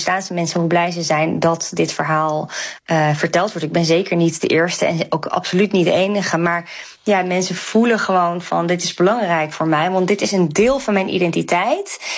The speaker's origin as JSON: {"language": "Dutch", "region": "North Holland", "country": "Netherlands", "tie": "born or raised there", "moved": "yes", "lives_now": "Amsterdam, Netherlands", "said": "ik toen ik opgroeide in Noord-Hollandse dorpjes."}